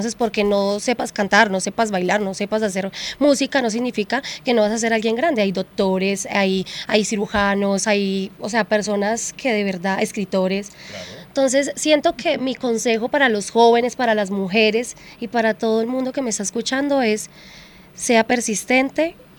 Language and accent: Spanish; La Tebaida, Quindío, Colombia; Yo soy de la Tebaida, Quindío.